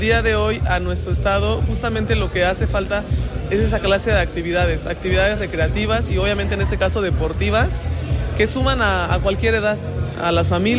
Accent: Morelos, Mexico; los que somos de Morelos

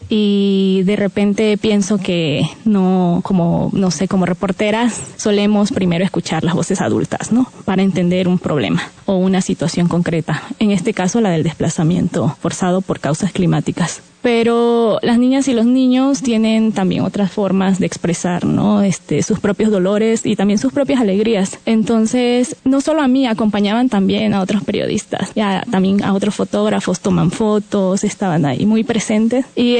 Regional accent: Tabasco, Mexico; soy de Tabasco

